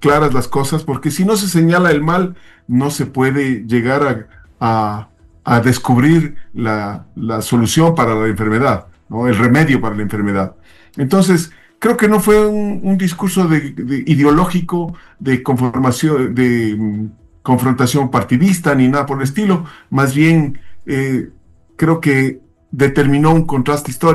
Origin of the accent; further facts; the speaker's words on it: Ecuador; hablo como país, como Estado ecuatoriano